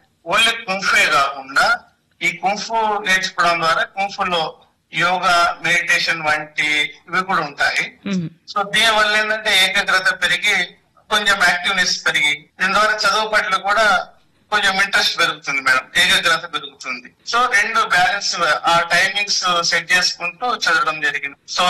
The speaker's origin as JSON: {"language": "Telugu", "town": "Rudrampur", "region": "Telangana", "country": "India", "tie": "born there", "said": "Seven clan లో పుట్టాను madam. Rudrampur seven clan లో."}